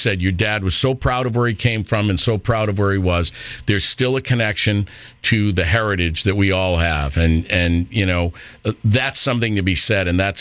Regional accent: Worcester, Massachusetts, United States; I grew up in Worcester, of course, and these were my churches

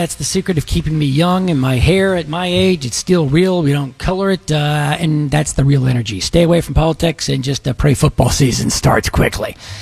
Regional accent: Dallas, Texas, United States; now in Houston, United States; My hometown, actually. Saw my parents, did some things. Talk Radio 1190. What did I do in Dallas? I'm a Dallas boy. I live in Houston, but I'm Dallas guy.

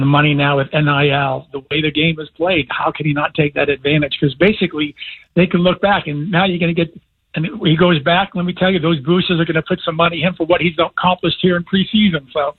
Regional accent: New York City, New York, United States; moved away; I grew up in New York City. I grew up in Jamaica, Queens, New York, right?

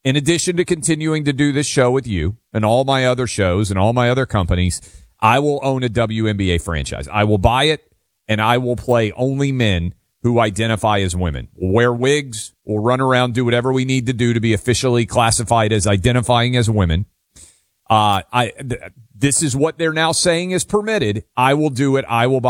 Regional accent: Nashville, Tennessee, United States; born or raised there

